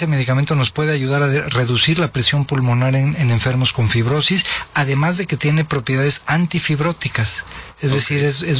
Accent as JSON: {"language": "Spanish", "country": "Mexico"}